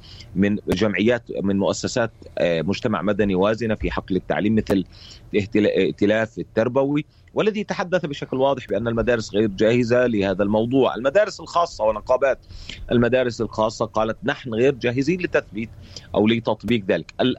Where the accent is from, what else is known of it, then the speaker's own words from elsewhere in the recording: Palestine; أنا كصحفي فلسطيني